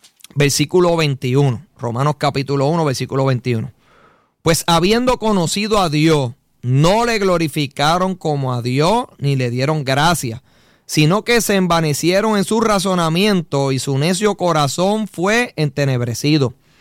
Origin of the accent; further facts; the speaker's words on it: Puerto Rico; Nosotros que somos puertorriqueños, ¿verdad? Nuestra identidad es ser puertorriqueño, aunque nacemos con una ciudadanía americana.